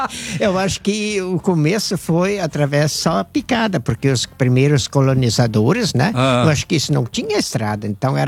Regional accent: Sapiranga, Rio Grande do Sul, Brazil; born there; Sapiranga se emancipou em 55 e eu nasci em 57.

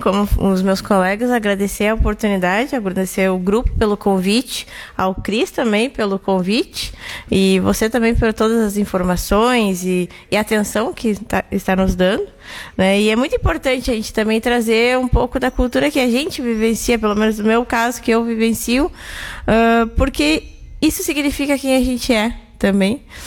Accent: Brazil; nós somos brasileiros

